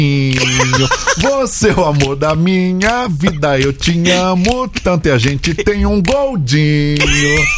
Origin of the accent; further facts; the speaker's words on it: Lages, Santa Catarina, Brazil; Cara, eu sou de Santa Catarina.